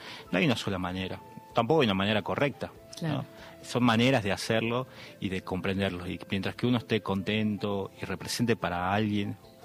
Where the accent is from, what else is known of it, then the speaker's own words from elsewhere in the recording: Jujuy, Argentina; nuestra identidad como jujeños, como andinos